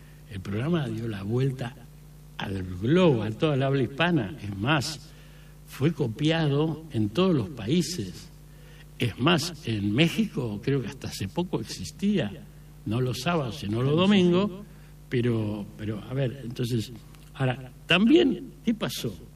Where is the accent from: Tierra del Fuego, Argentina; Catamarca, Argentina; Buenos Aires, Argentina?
Buenos Aires, Argentina; Yo nací en Villa Crespo, me crié toda la vida en Villa Crespo